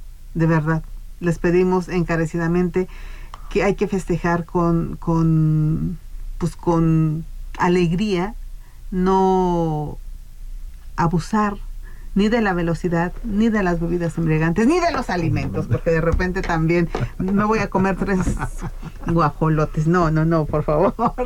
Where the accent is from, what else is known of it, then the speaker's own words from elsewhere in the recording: Mexico; somos mexicanos toda la vida, mi querido Juan.